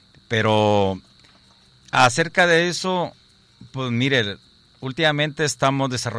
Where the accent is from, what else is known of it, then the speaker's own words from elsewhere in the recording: Colima, Mexico; nosotros vinimos de allí de la Rosa de San José del Lumber. El CAC se llama Agaveros de San Antonio. Estamos ubicados en la zona alta de Manzanillo.